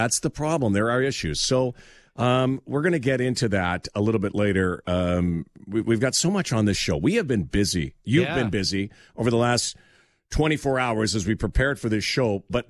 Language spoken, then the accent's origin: English; Manitoba, Canada; now in Toronto, Canada; growing up in Manitoba and a Ukrainian family, we celebrated Ukrainian Christmas.